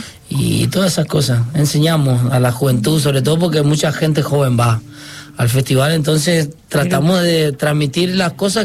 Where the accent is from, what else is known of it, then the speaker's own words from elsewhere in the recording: Gran Guardia, Formosa, Argentina; Se hace en mi casa, ya en Gran Guardia, mi pueblito.